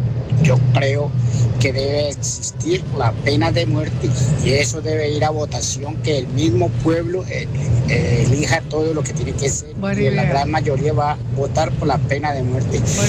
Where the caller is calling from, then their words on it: Spain; de España.